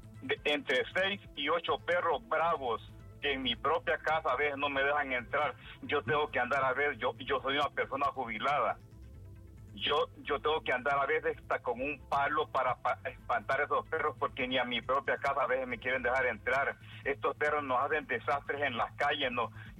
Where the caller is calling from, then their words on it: Tegucigalpa, Francisco Morazán, Honduras; yo vivo en la Flor del Campo.